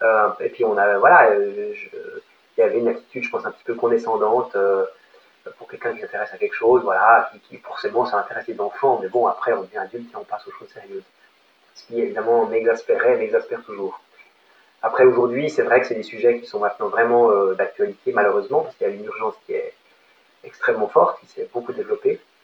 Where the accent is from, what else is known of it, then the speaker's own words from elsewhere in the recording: Switzerland; je viens de Suisse, j'ai grandi au bord du lac Léman, donc en face de la Haute-Savoie.